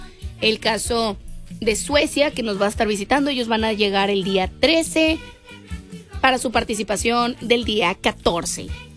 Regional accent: Mexico; ese 12º jugador que somos todos nosotros mexicanos, que estamos recibiendo en casa

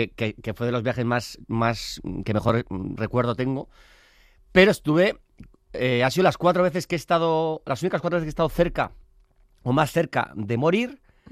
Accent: San Sebastián, Basque Country, Spain

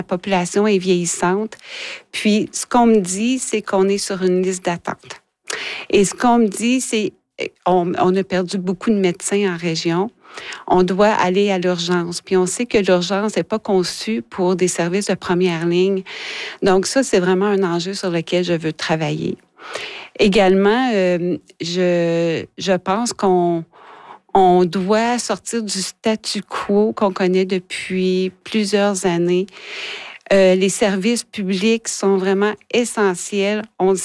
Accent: Ottawa, Ontario, Canada; moved away as an adult; now in Laverlochère-Angliers (Témiscamingue), Canada; Mais en fait, moi, je suis d'Ottawa. Je suis arrivée ici à l'âge de 24 ans. Donc, je suis arrivée en 94. Ça fait 33 ans que je suis à la Tulipe.

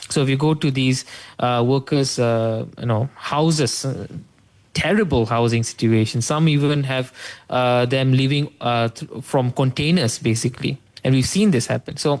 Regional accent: Malaysia; I'm a Malaysian politician too.

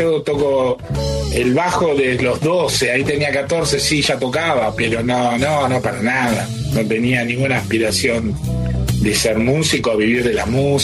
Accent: Caseros, Buenos Aires Province, Argentina; born there; nací en Caseros, soy de conurbano, así que, pero este, el Tapial, es un poco más adentro, también un conurbano más profundo que el lugar donde yo vivía. Y yo tenía 14

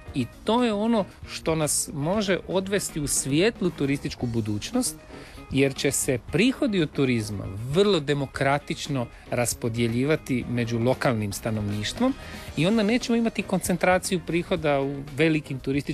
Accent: Karlovac, Karlovac County, Croatia; Ako vi stvorite u Vinkovcima, mi u Karlovcu, ja sam iz Karlovca

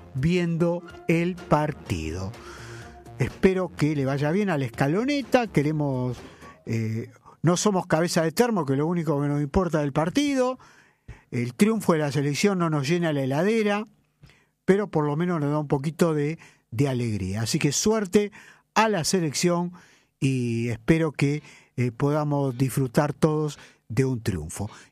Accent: Argentina; como buenos argentinos que somos

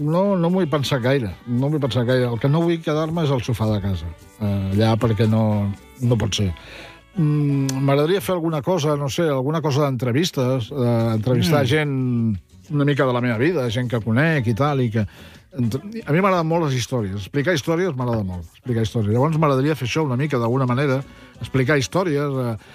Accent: Badalona, Catalonia, Spain; la meva vida l'he passat a Barcelona, la meva vida professional i molt de la meva vida personal, però Badalona, jo soc de Badalona, soc un badaloní, soc un BTV, que li diuen, un badaloní de tota la vida

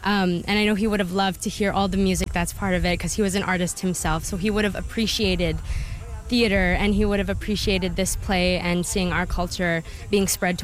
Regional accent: Philippines; to be so close to a culture and to be performing a culture that I grew up in, to be able to perform as a Filipino actor with a Filipino cast

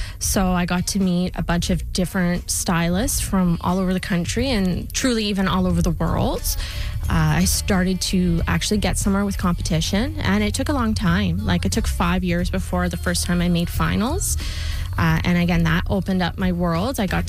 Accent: Sudbury, Ontario, Canada; I'm just from Sudbury.

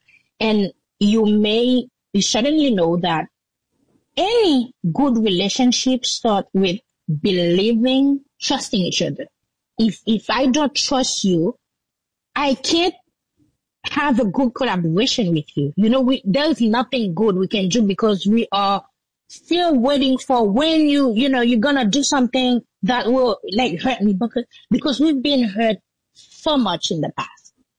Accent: Jacmel, Sud-Est, Haiti; leading to Jacmel, my hometown, was closed through Maltisa, which is like, you know, a very big region in Port-au-Prince.

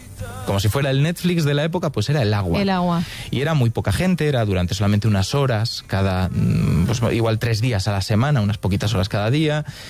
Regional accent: Galicia, Spain

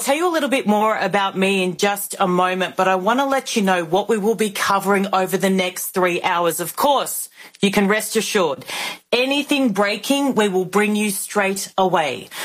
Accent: Australia; I am an Australian broadcaster. It is such a pleasure to fill in for the great one for you this evening. And ladies and gentlemen, I may be from down under, but I promise you I am highly engaged in all things America.

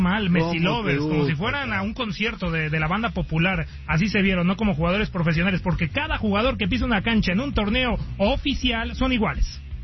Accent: León, Guanajuato, Mexico; Ahora sí tiene que tocar ladito mi tierra de León, Guanajuato.

